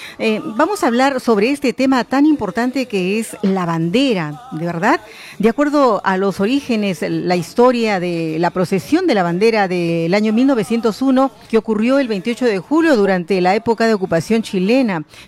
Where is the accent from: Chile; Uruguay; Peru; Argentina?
Peru; nosotros como peruanos